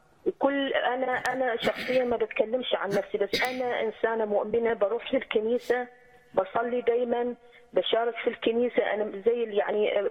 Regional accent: Iraq; now in Canada; من العراق بس عايشة بكندا أبونا

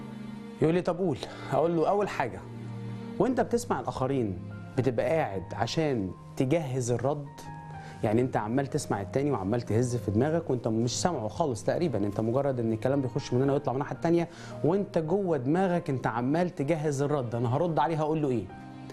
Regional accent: Alexandria, Alexandria Governorate, Egypt; رحت اسكندريه، وانت عارف انا لما رحت اسكندريه اساسا، لان انا اصلا من اسكندريه.

